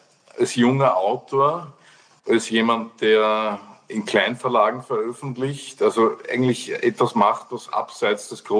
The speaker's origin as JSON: {"language": "German", "country": "Austria", "said": "Als Österreicher ist es so, dass man die, wie wir sagen, Marmeladinger nicht nur unbedingt siegen sehen will"}